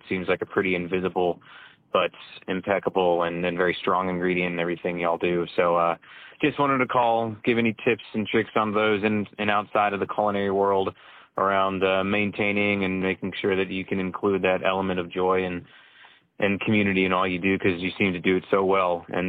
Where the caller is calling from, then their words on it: Chicago, Illinois, United States; I'm calling in from Chicago myself.